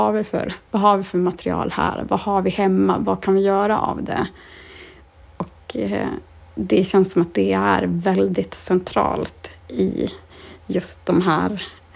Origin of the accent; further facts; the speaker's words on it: Torne River valley, Norrbotten County, Sweden; Jag är ju uppvuxen just vid Torneälv